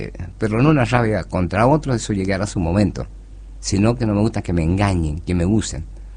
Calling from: Villa Mercedes, San Luis, Argentina; Villa Mercedes es grande. Años viviendo acá

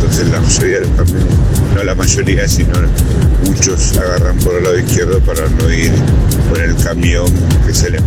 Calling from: Santa Fe, Argentina; de Santa Fe.

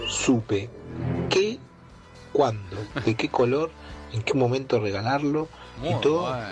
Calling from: Lanús, Buenos Aires Province, Argentina; de Lanús.

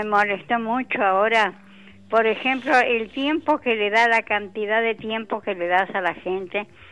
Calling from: Buenos Aires, Argentina; Yo soy de Flores.

